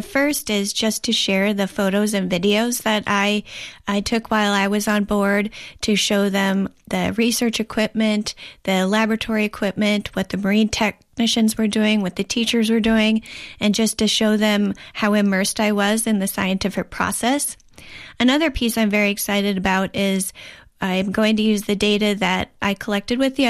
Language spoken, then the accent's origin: English; Traverse City, Michigan, United States; whenever I said I was from Traverse City, Michigan